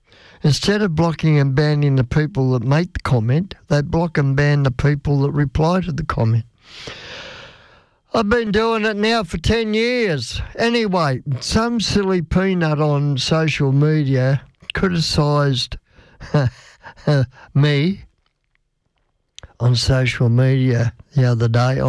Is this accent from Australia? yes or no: yes; Australia; we are Australian. I am an Aussie, yes. Born and bred, yes.